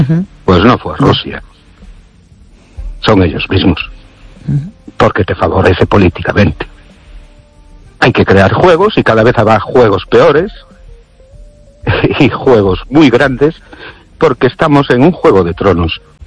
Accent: Spain; tenemos un grave problema en España.

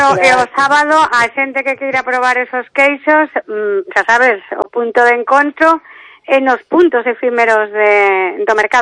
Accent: Negreira, Galicia, Spain; also born or lived in Santiago de Compostela; Porque son, orixen é de Negreira, somos de Santiago

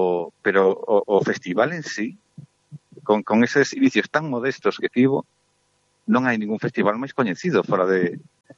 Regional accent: Galicia, Spain; É algo que nos escollimos para construir a nosa identidade como galegos, que nos define, pero ao mesmo tempo nos conecta, nos internacionaliza.

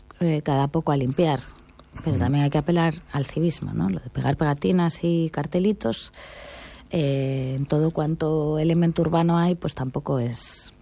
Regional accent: A Coruña, Galicia, Spain; no solo somos los de Coruña, volvemos otra vez a la Gran Coruña, somos más de 400.000

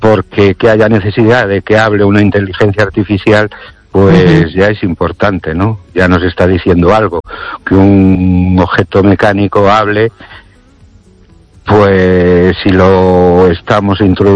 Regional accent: Ourense, Galicia, Spain; Buenas noches, Esther y oyentes … de Orense.

